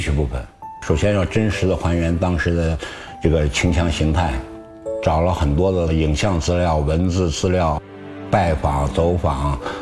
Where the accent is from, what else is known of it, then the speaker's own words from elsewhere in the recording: Northwest China, China; 我是在西北成长的，对那块土地还是非常有情感的